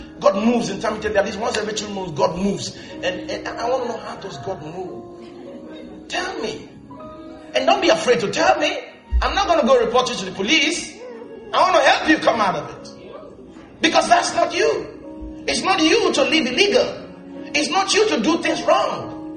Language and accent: English; Lesotho; You know, I'm from Lesotho, and I want to find out, how did you get here?